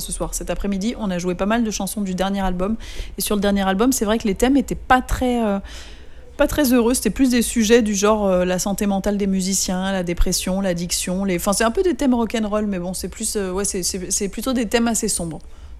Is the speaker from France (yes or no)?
yes; Paris, Île-de-France, France; mon père est anglais, ma mère est française et je suis née à Paris, j'ai toujours vécu en France.